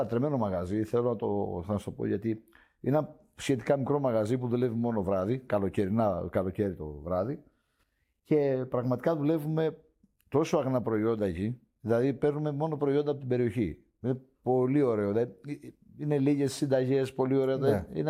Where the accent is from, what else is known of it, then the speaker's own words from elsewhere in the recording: Crete, Greece; γιατί είναι η πόλη μου, μεγάλωσα. Εκεί που είναι το μαγαζί μου και ακριβώς μεγάλωσα.